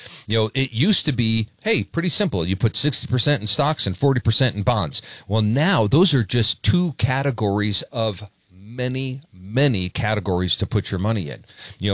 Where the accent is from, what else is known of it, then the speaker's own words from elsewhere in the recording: Michigan, United States; Brian and I happen to both be from Michigan, even though we met in Colorado, we're both from Michigan. So we use a lot of Midwestern terms